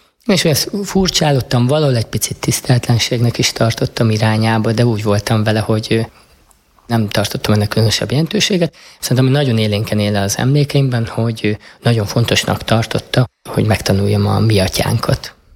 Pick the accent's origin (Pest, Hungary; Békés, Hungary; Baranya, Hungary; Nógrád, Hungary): Nógrád, Hungary; Pásztó; born there; Pászton születtem. Ez egy palócvidék, szinte mindenki katolikus, és a mi családunk is, mind apai, mind anyai ágon római katolikusok, kivételt képeznek a szüleim.